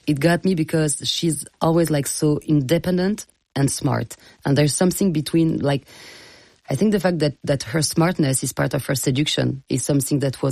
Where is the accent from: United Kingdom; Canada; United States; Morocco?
United States; now in Paris, France; So, as an American person living, like an American Jew living in Paris